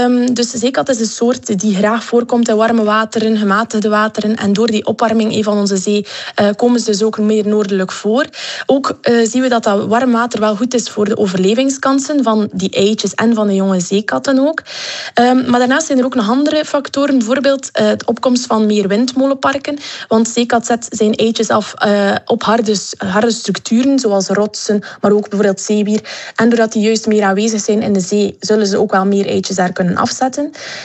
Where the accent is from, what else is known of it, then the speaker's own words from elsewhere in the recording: Belgium; de vissoorten die wij als Belgen gewend zijn om op ons bord te krijgen.